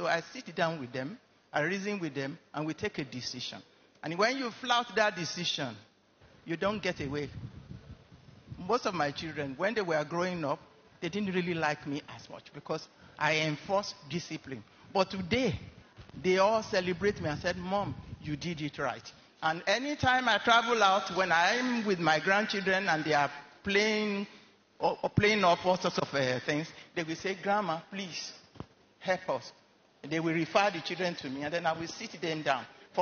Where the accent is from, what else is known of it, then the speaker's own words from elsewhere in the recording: Ondo, Nigeria; as an African, as a Nigerian, as an Ondo woman